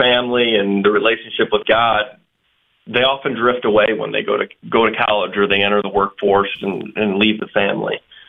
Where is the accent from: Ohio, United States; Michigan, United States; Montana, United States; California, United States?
Ohio, United States; We're from Ohio.